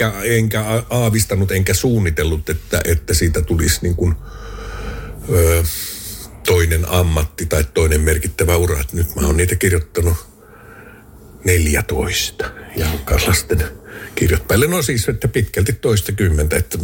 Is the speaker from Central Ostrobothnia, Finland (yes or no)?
no; Outokumpu, North Savo, Finland; Olen maalta kotoisin ja vaatimaton koti.